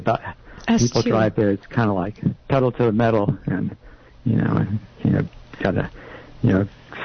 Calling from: Santa Cruz, California, United States; in Santa Cruz.

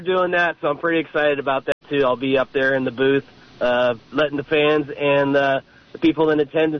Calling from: Watsonville, California, United States; 83, Watsonville.

